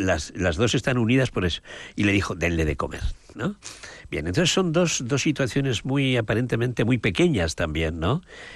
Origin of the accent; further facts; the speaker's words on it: Aragon, Spain; Yo soy de Aragón.